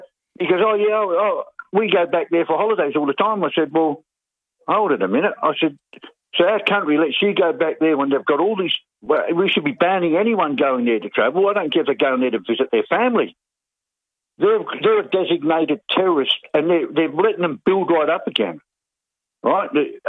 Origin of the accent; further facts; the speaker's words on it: Burundi; now in South Africa; I come from Burundi, and I thought my family would be here.